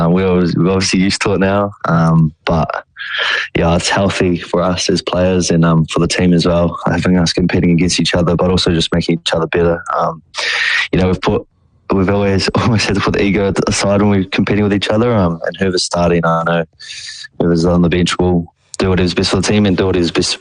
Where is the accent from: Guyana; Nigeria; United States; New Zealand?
New Zealand; Opotiki, Bay of Plenty; I'm from Te Whanapunui, Te Whakatoia, Opotiki, and Omoa. It's on the east coast, Bay of Plenty. So, yeah, I'm pretty proud of being from there, yeah.